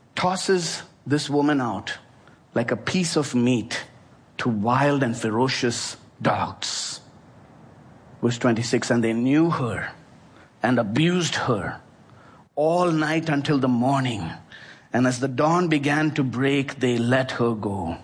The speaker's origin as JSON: {"language": "English", "country": "India", "said": "December 16th, 2012 was a very significant day in my home country of India."}